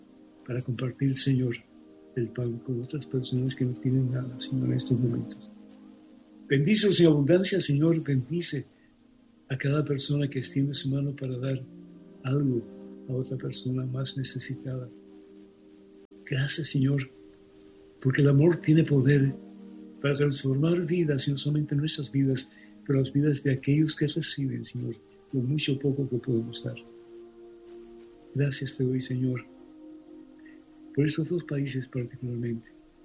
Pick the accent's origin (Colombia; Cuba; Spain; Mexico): Cuba; Yo te pido, Madre Santísima, que nos ayudes en este tiempo difícil de nuestra vida, como cubanos y como latinoamericanos.